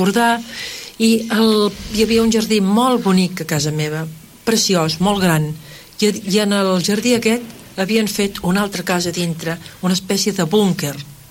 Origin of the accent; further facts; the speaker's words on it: Guantánamo, Cuba; jo, com ja sabeu, vaig néixer a Cuba. El meu pare era un dels sitjatants que tants hi anaven en aquella època a Cuba. I vaig néixer a Guantánamo